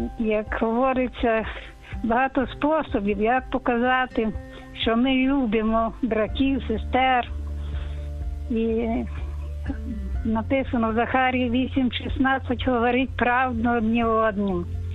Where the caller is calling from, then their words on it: Chernivtsi, Chernivtsi Oblast, Ukraine; Я з Чернівці